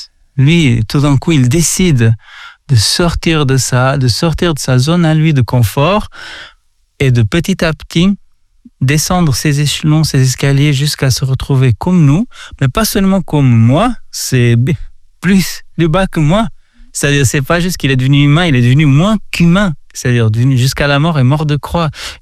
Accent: Portugal; now in Geneva, Switzerland; moi, je suis portugais d'origine

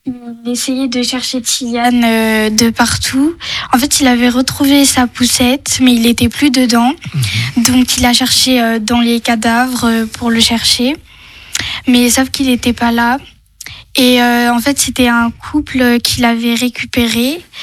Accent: Nice, Provence-Alpes-Côte d'Azur, France; Oui, de Nice.

